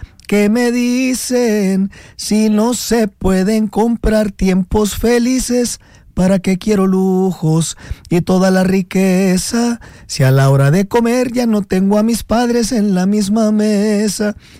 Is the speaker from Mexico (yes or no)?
yes; Mexico; Yo cuando vine la primera vez a Colombia y escuchar que todas las mujeres decían, mi amor, y eso no es algo normal para nosotros como mexicanos.